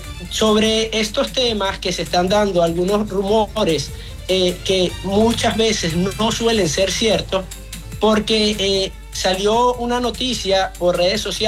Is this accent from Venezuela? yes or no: yes; Venezuela